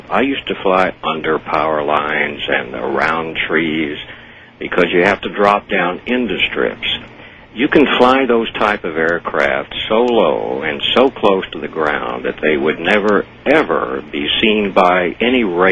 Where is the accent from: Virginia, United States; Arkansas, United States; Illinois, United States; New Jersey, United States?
Arkansas, United States; now in Hawaii, United States; where I was raised in Arkansas